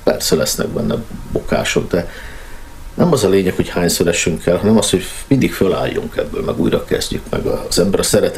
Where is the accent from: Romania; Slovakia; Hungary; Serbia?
Hungary; Piliscsaba, Pest; moved away as an adult; now in Transcarpathia, Ukraine; Pilis Csabán ott nőttem föl